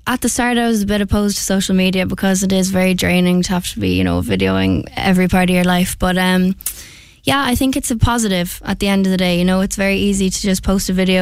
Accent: Ratoath, Leinster, Ireland; moved away as an adult; also born or lived in Dublin; now in Cork, Ireland; I feel like I really needed to get out of where I'm from. I love it, Meath. I'm from Ratoath and I went to school in Dublin

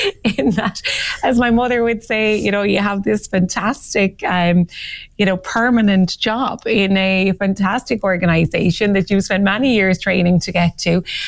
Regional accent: County Clare, Ireland; moved away; I'm from Clare originally

